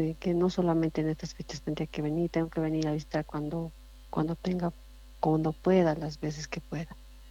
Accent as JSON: {"language": "Spanish", "town": "Llallagua", "region": "Potosí", "country": "Bolivia", "tie": "born or raised there", "moved": "yes", "lives_now": "La Paz, Bolivia", "said": "Y he crecido aquí, yo soy hija minera."}